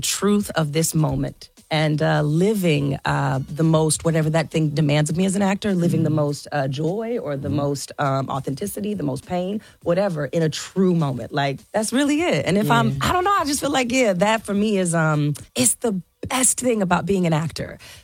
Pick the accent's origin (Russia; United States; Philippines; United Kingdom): United States; Kansas City; moved away; people who I grew up with in Kansas City